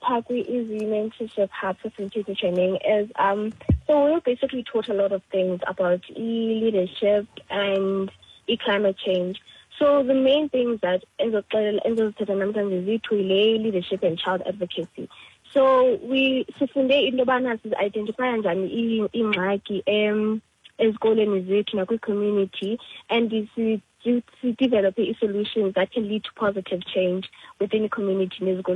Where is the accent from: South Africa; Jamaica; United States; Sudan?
South Africa; Mount Pleasant; moved away; ndihlala eDodger, but I go to school here and I'm originally from Mount Pleasant.